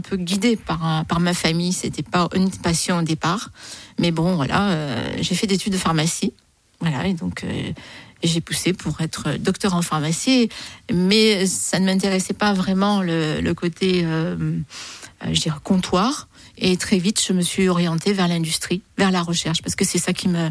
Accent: Avignon, Provence-Alpes-Côte d'Azur, France; born there; also born or lived in Besançon; Non, je suis née à Avignon. Voilà, j'ai des origines du Sud et espagnoles par mon père. Et la vie m'a amenée à Besançon et j'ai passé quand même une bonne vingtaine d'années à Besançon.

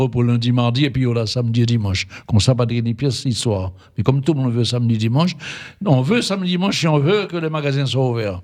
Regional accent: French Guiana; Comme je dis, je suis Guyanais.

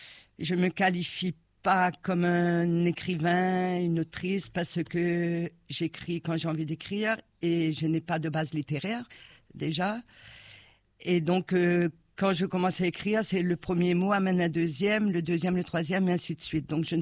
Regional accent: Réunion; je suis réunionnaise dans ma genèse, au plus profond. Donc, je ne peux écrire que sur ce que je connais. Et je connais bien mon île.

